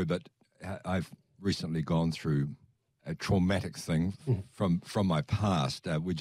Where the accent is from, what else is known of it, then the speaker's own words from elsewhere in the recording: New Zealand; I'm a Kiwi bloke of a certain generation